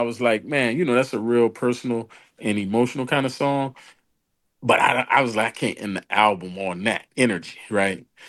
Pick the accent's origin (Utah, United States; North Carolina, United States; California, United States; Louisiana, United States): Louisiana, United States; New Orleans; growing up in New Orleans around the drug dealers, the this